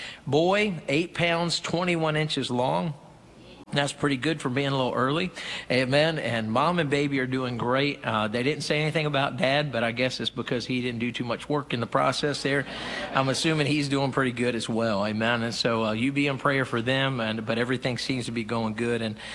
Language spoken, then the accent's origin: English; United States